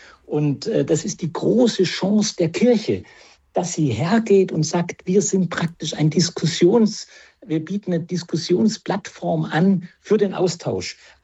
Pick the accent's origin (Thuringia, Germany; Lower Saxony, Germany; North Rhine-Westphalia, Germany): Thuringia, Germany; Ich komme ja aus Thüringen und wir hatten hier ja über 10 Jahre einen Ministerpräsidenten